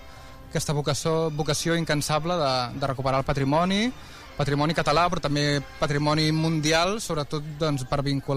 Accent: Sant Andreu de la Barca, Catalonia, Spain; de tant en tant poder tornar al poble on he crescut

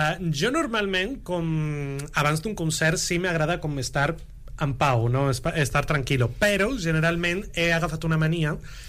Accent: Málaga, Andalusia, Spain; Catalan is a second language; now in Barcelona, Spain; jo sóc del sur, sóc d'Andalusia, de Màlaga concretament

